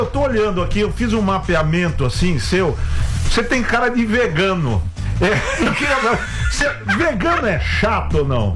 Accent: Rio de Janeiro, Brazil; Eu sou da Zona Norte, da Tijuca.

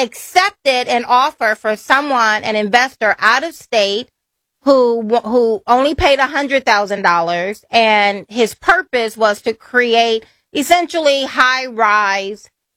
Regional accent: Alabama, United States; I grew up in Alabama

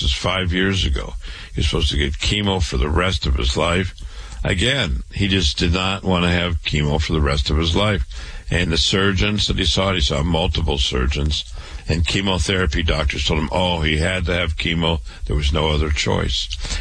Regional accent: Waterloo, Iowa, United States; born and raised in Waterloo, Iowa.

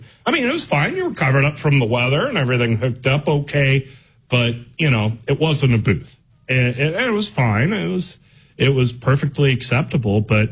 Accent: Beatrice, Nebraska, United States; And I know growing up in Beatrice, I listened to the games.

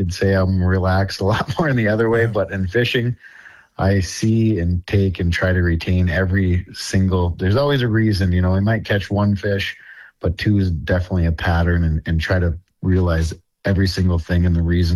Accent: Grand Rapids, Michigan, United States; It's right here in my hometown, Raysport Marine Grand Rapids.

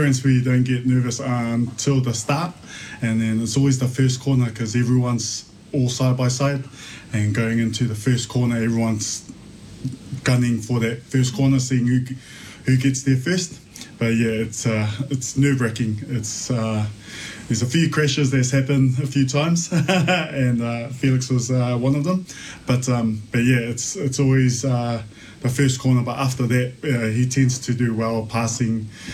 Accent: Wellington, New Zealand; also born or lived in Lower Hutt; Yeah, I come from Lower Hutt, born and raised in Wellington.

